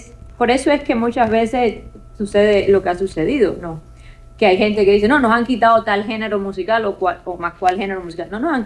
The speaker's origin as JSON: {"language": "Spanish", "country": "Cuba", "moved": "yes", "said": "se enteran que soy cubana"}